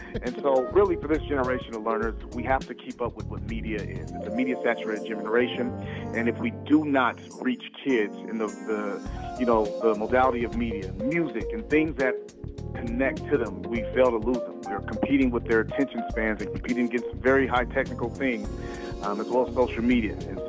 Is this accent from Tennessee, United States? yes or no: no; Los Angeles, California, United States; now in Fresno, United States; Well, you know, I'm from Los Angeles, California. I reside in Fresno, California.